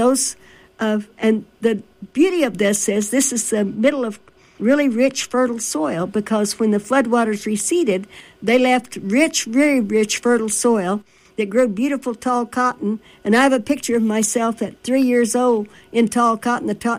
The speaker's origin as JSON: {"language": "English", "town": "Cat Run", "region": "Missouri", "country": "United States", "tie": "born there", "said": "So I was born in Cat Run, Missouri."}